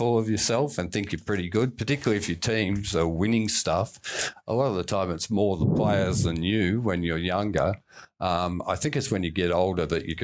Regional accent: Australia; born there; we didn't really play it as Australian kids.

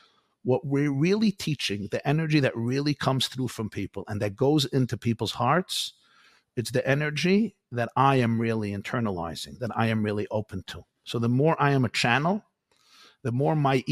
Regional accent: New York City, New York, United States; I grew up in Crown Heights, and I had the privilege of literally growing up at the feet of the Rebbe.

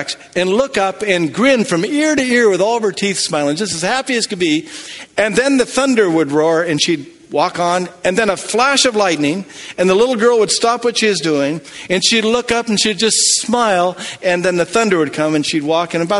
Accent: Portland, Oregon, United States; born or raised there

